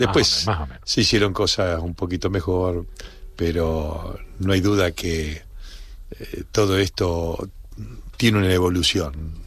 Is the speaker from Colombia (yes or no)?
no; Argentina; born there; En Argentina, sí, efectivamente.